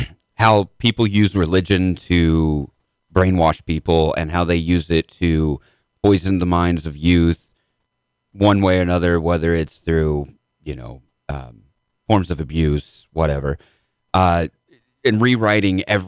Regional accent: Midwest, United States; I grew up in the Midwest

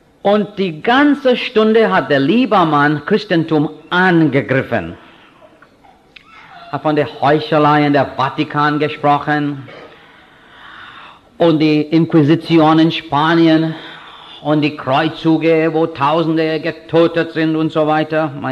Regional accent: India; German is a second language; Und liebe Freunde, ich habe die Bibel als Inder gelesen.

